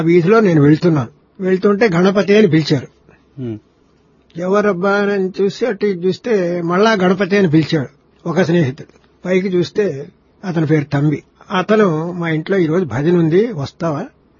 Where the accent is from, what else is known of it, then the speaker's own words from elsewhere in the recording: Antarvedipalem, Andhra Pradesh, India; born there; మాది పుట్టిన ఊరు తూర్పుగోదావరి జిల్లా అంతర్వేదిపాలు.